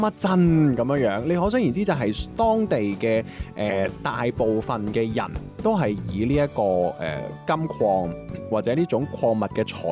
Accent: Guangdong, China; 它更加有少少像我們廣東人平時吃的那些碗仔翅呢、

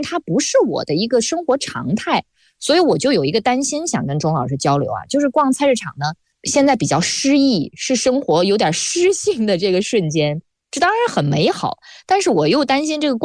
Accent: China; 我们中国人

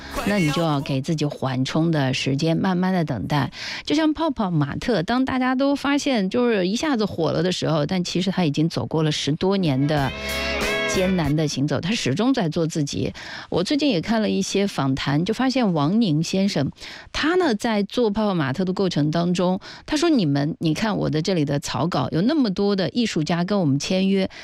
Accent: China; 作为中国人

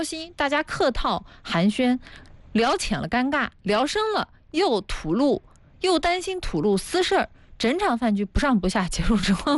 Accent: northern China, China; now in Hefei, China; 因为我是北方人嘛，北方人

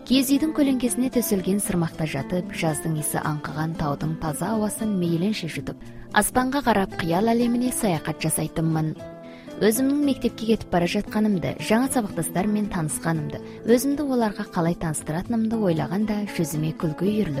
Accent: Nilka County, Xinjiang, China; moved away; Нұлқауданның Сарбұлақ деген шағын қыстағында қарапайым малшы отбасында туып өстім.

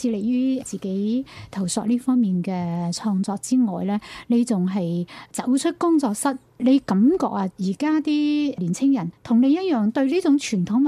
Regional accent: Guangdong, China; 咁我哋廣東人咧，即係好多歇後語啊，啲口頭禪啊

